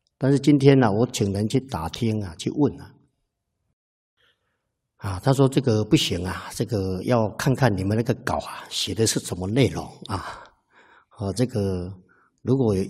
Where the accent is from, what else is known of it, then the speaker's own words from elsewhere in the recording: Taiwan; 这个呢都是造成我们台湾人民的伤害我们真的是无辜的。